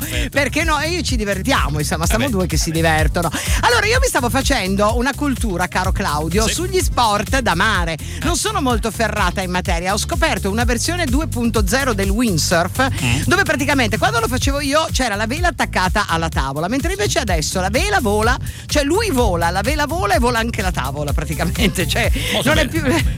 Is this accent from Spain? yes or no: yes; Spain; moved away; Io sono spagnola